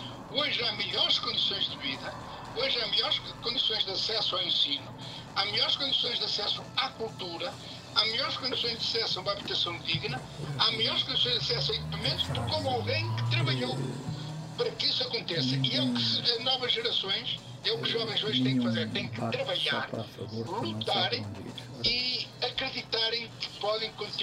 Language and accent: Portuguese; Minho, Portugal; now in Matosinhos, Portugal; Eu não nasci Matosinhos, eu sou do Minho